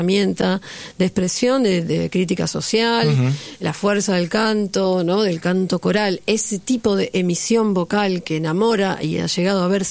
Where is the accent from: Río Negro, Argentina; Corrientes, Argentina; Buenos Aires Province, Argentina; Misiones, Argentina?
Buenos Aires Province, Argentina; Pontevedra; No, soy de Pontevedra.